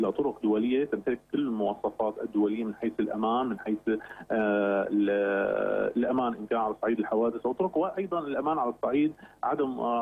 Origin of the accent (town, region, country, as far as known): Syria